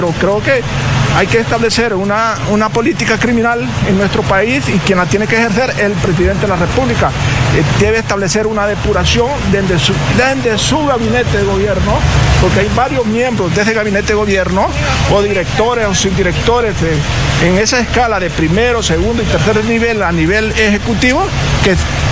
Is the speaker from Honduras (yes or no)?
yes; Honduras; todos nos unamos como hondureños